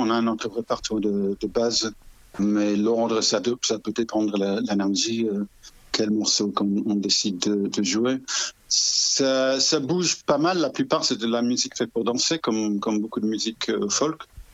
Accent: England, United Kingdom; accent: English; French is a second language; moved away; Moi, je suis anglais, vous aurez compris par l'accent.

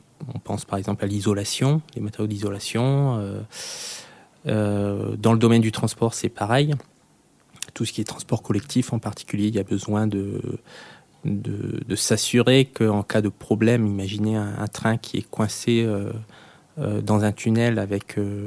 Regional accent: Hauts-de-France, France; moved away as an adult; also born or lived in Reims / Roubaix / Lyon; now in Alès, France; je suis Picard à l'origine. J'ai fait mes études supérieures à Reims, puis à Roubaix, à l'école textile d'ingénieur. Et ensuite, je suis venu à Alès faire ma thèse

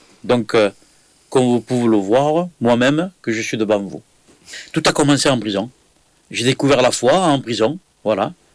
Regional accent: Montpellier, Occitanie, France; pasteur de Vie et Lumière qui habite à Montpellier. Je suis un Montpelliérain de plusieurs générations même.

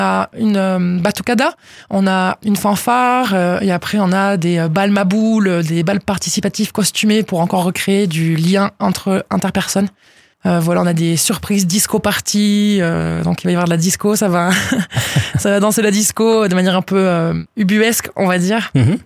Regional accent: Salles-sur-Garonne, Occitanie, France; born or raised there

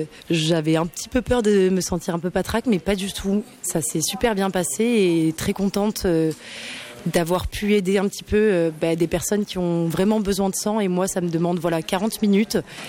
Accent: Bordeaux, Nouvelle-Aquitaine, France; Je viens de Bordeaux, je suis ici pour les vacances.

